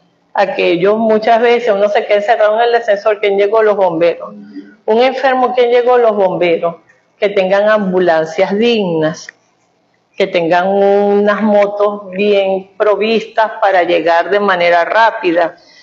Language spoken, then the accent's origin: Spanish; Venezuela; nosotros no tenemos también eso como venezolanos